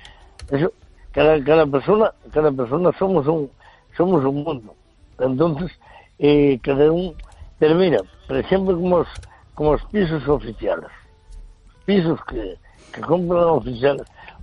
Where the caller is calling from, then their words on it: Portomarín, Galicia, Spain; Un saludo muy cordial aquí de las tierras de Puerto Marín.